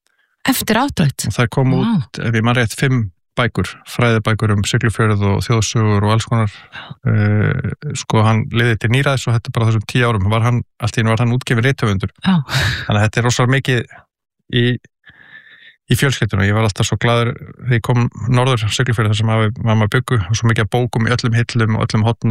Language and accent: Icelandic; Kópavogur, Capital Region, Iceland; also born or lived in Reykjavík; Ég alinn upp í Kópavogi til 13 ára aldurs, í Hjallakverfinu og ég fæddist svona reyndar í Reykjavík